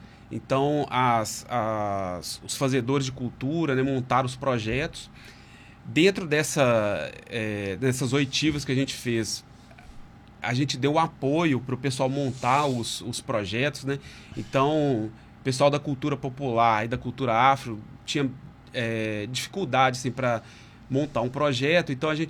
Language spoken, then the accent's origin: Portuguese; Minas Gerais, Brazil; now in Maceió, Brazil; porque eu não sou daqui de Maceió. Tem 3 anos que eu moro aqui. Eu fiquei, assim, completamente deslumbrado com a cultura. Eu sou de Minas Gerais.